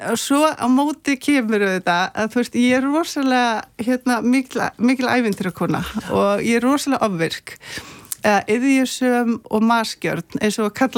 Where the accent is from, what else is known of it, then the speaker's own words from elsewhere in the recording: Reykjavík, Capital Region, Iceland; Ég er alinn upp í Reykjavík, en ég kerði með fullan bílanunum upp Laugaveginn.